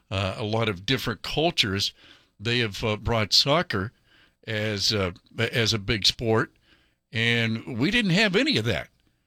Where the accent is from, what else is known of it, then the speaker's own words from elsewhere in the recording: Ohio, United States; I'm from Ohio, so maybe a little biased there